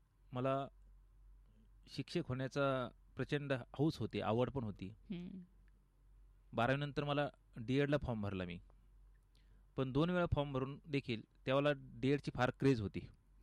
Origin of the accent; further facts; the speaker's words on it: Dahegaon Ne, Maharashtra, India; मी मूळचा दहेगावने, तालुका शेवगाव, जिल्हा अहिल्यानगर येथील असून माझं बालपण दहेगावने या गावीच गेलं. जायकवाडीचा बॅकवॉटरचा जो भाग म्हणतो आपण, त्या धरणग्रस्त परिसरातला मी आहे.